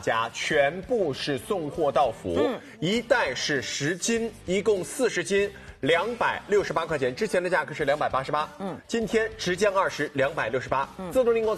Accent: Shanghai, China; 咱们上海人就吃上海本地的大米

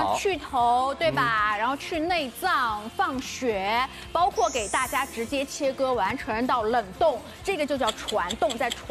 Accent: Shanghai, China

